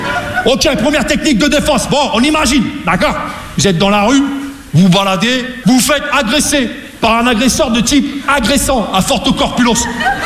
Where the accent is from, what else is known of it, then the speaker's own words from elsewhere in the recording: Rouen, Normandy, France; Parce que moi, je viens de Rouen, tu vois, la Normandie, les Vikings